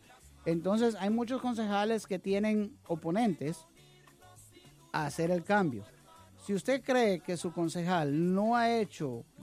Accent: Guatemala; now in United States; Yo soy de origen guatemalteco, pero estoy orgulloso de funcionar en este país

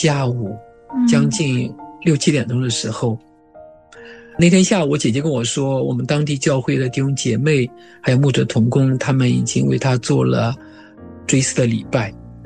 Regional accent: China; moved away; 在中国农村的家乡，其实有很多的风俗、民俗

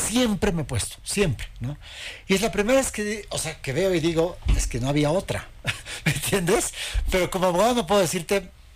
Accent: Bolivia; Ha cambiado los valores que teníamos como bolivianos.

